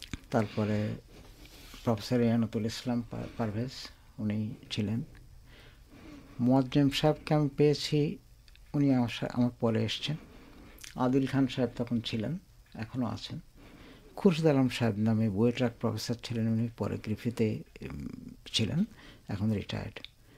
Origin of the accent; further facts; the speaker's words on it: Chuadanga, Khulna Division, Bangladesh; moved away as an adult; also born or lived in Rajshahi; now in Brisbane, Australia; আমি ব্রিসবেনে আছি 1990 সাল থেকে। আমার জন্মস্থান চুয়াডাঙ্গা জেলায়, আমার পড়াশোনা চুয়াডাঙ্গা জেলার একটা হাই স্কুল দর্শনাতে